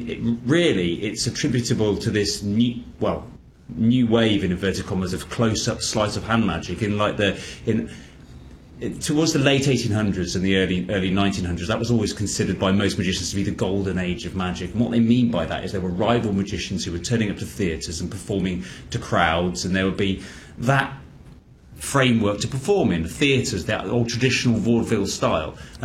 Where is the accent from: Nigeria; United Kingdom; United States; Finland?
United Kingdom; certainly in the UK, it's where I'm from, you can tell by my Kentucky accent